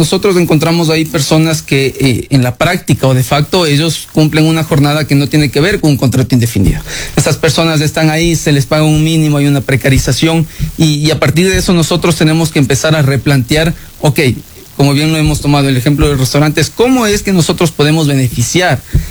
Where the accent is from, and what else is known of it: Ecuador